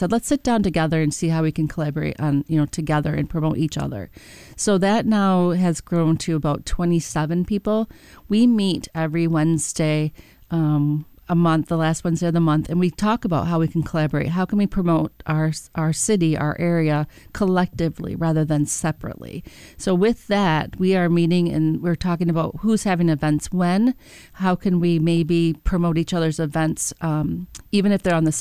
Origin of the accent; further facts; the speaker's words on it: Saginaw, Michigan, United States; So I've been in Saginaw my entire life, Saginaw County. I grew up in Saginaw Township, lived in Carlton for a long time.